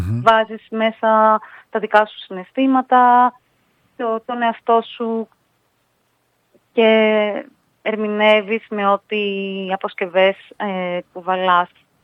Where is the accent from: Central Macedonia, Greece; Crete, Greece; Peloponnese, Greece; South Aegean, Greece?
Central Macedonia, Greece; Thessaloniki; Γεννήθηκα και μεγάλωσα στη Θεσσαλονίκη.